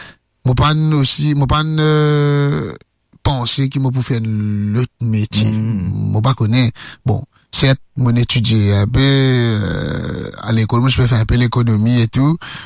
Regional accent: Mauritius; m'oublier que, bon, je suis mauricien, moi.

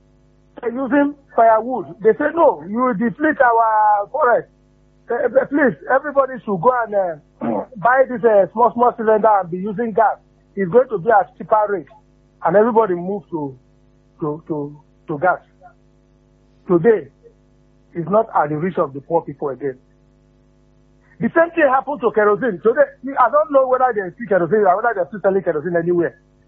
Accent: Delta, Nigeria; I am approaching 75 now. I grew up seeing stations where they are flaring gas all around our area in Delta State.

